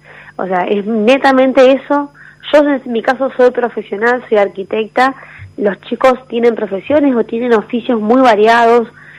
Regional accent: Santa Fe, Argentina

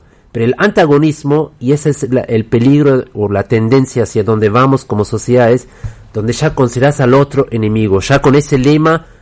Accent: Germany; en mi caso yo nací y me crié en Alemania

